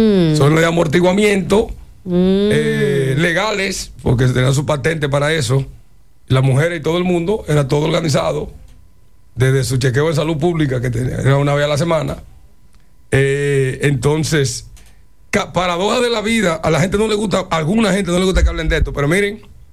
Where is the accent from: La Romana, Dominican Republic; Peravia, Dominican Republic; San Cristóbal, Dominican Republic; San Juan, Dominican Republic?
San Juan, Dominican Republic; San Juan de la Maguana; aunque tengo familia en Santiago, soy sanjuanero